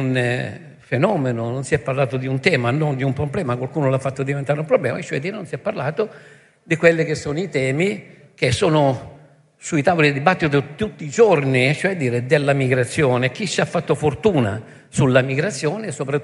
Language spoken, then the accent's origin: Italian; Lampedusa, Sicily, Italy; io, sapete, vengo da Lampedusa, lo ha detto Matteo, sono un medico